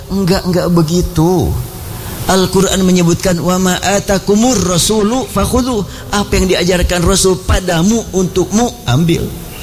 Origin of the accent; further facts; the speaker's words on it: Indonesia; born there; Aku dilahirkan di Indonesia, aku ridha ya Allah.